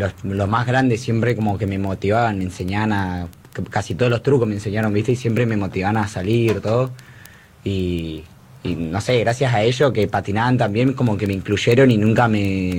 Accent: Río Gallegos, Santa Cruz, Argentina; nada, nací acá en Río Gallegos, y patino desde, desde los 11 años.

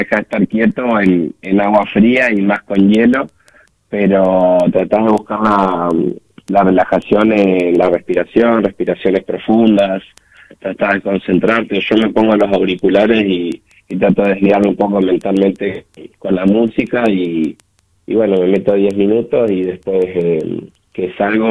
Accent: Argentina; now in Córdoba, Argentina; Quedamos dos argentinos en el podio

